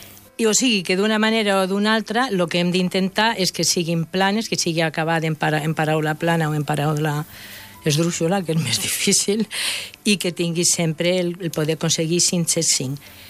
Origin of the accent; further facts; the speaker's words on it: Castile, Spain; Perdó, jo sóc castellana i adoro el castellà, però m'ha sortit així.